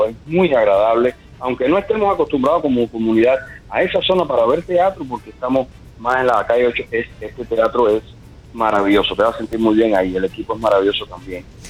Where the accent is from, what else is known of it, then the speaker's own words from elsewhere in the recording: Cuba; now in Miami, United States; Ese pedazo de cosas que nos ha tocado a nosotros como familia cubana, estar divididos